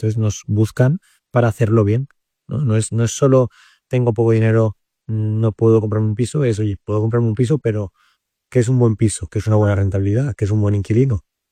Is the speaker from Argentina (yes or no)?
no; Castellón de la Plana, Valencian Community, Spain; Yo soy de Castellón y estudié económicas.